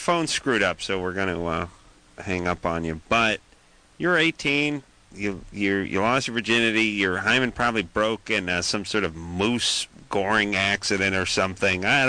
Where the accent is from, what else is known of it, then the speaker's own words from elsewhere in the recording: North Hollywood, California, United States; I thought it was a little weird because we're from North Hollywood